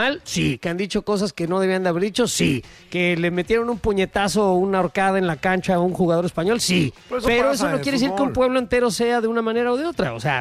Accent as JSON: {"language": "Spanish", "country": "Mexico", "lives_now": "United States", "said": "O sea, la verdad es que muchos trabajamos en distintas cosas y nos va a unos mejor que otros y a unos les va espectacularmente."}